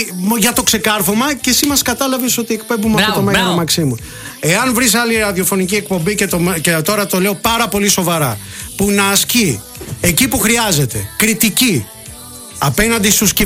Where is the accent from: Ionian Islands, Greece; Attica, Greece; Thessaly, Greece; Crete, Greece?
Crete, Greece; Εγώ είμαι από Κρήτη.